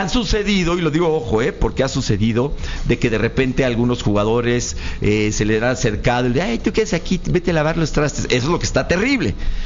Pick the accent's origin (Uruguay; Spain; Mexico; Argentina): Mexico; así somos también los mexicanos